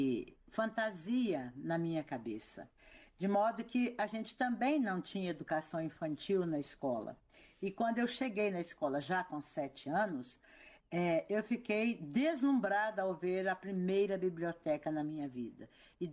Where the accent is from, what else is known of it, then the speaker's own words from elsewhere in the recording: Minas Gerais, Brazil; Eu sou lá do interior de Minas Gerais, antiga, com esse cabelinho branco aqui. Nós não tínhamos livraria nem biblioteca pública na cidade